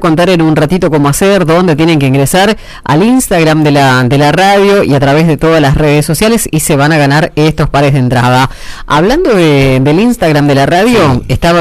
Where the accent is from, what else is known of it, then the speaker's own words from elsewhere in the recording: Argentina; pero vos sabés que el tema de ser tan pasionales como somos los argentinos, sobre todo cuando juega la selección